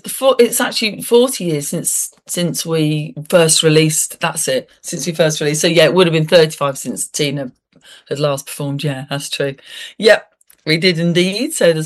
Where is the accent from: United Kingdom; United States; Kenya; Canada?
United Kingdom; Birmingham, West Midlands; they were very proud of their hometown, as we are of coming from Birmingham.